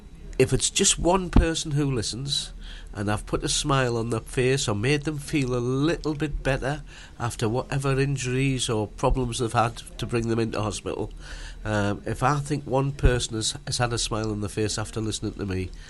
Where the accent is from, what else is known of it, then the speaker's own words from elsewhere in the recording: South Shields, North East England, United Kingdom; now in Billingham, United Kingdom; like you, I'm from South Shields. I'm a sand dancer and very proud of it. But I live in Billingham now